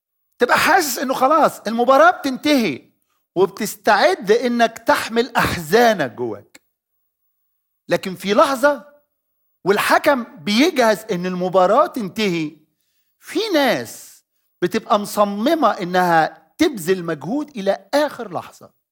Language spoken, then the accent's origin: Arabic; Egypt; في أهداف حصلت عندنا في مصر ما ننساهاش.